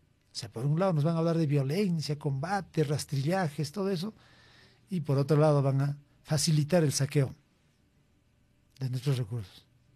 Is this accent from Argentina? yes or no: no; Peru